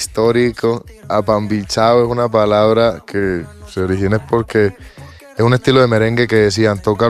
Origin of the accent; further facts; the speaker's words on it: Caribbean coast, Colombia; obviamente soy costeño